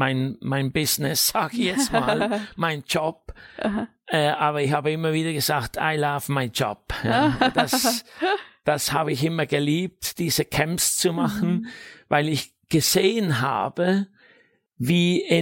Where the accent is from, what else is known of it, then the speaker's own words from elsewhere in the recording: Switzerland; moved away; Und jetzt sind wir hier wieder, nach fast 40 Jahren bin ich wieder in meinem Heimatland.